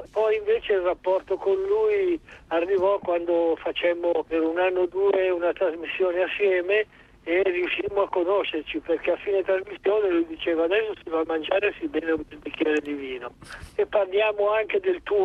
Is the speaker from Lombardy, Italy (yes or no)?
yes; Casaletto Lurano, Lombardy, Italy; eravamo quasi compaesani, no? Lui era di San Zenone Po, io sono di Casale Lurani